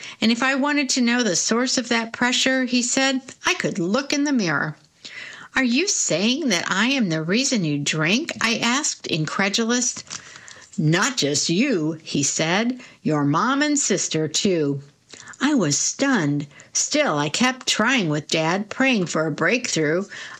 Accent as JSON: {"language": "English", "town": "Nashville", "region": "Tennessee", "country": "United States", "tie": "born there", "said": "I was born in Nashville, the younger of two kids."}